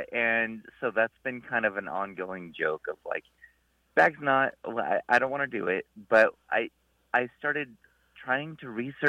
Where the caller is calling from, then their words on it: Omaha, Nebraska, United States; I'm calling from Omaha, Nebraska.